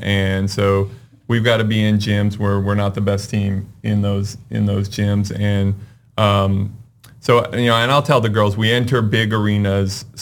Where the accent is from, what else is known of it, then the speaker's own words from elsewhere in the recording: California, United States; Well, so I grew up in California and I played in high school.